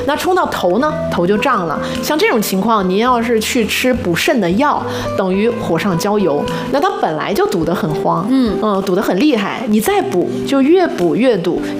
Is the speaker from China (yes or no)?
yes; Shandong, China; 咱们山东人